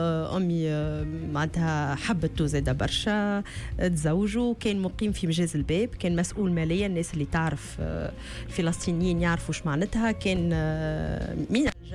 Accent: Tunisia; أما أنا تونسية حتى النخاع

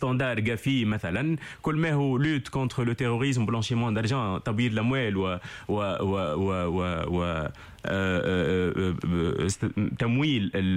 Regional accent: Tunisia; انا في 100 تونسيا 100 ماروكان انا الوالده مغربيه

